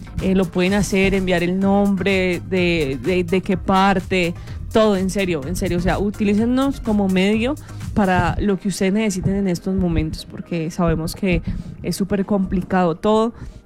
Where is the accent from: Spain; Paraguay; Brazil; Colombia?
Colombia